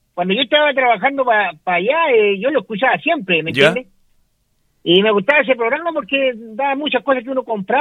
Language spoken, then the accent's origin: Spanish; Chile; yo soy nacido y criado en Coyipulli